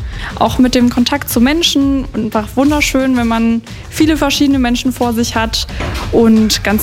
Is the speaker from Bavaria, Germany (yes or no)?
no; Bremen, Germany; now in Potsdam, Germany; Ich muss sagen, ich komme ursprünglich aus Bremen. Da sind die Leute aus meinem Empfinden heraus immer ein bisschen offener.